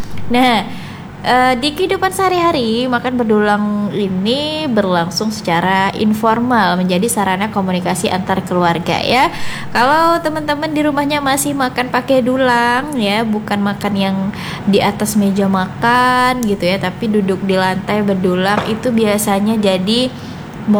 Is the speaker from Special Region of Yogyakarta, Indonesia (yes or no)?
no; Riau Islands, Indonesia; kita orang Melayu Natuna